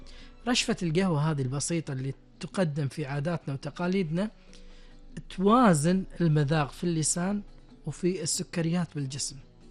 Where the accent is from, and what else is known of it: Kuwait